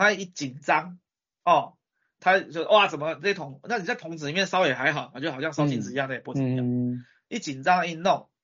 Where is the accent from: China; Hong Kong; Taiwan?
Taiwan; 我们台湾人民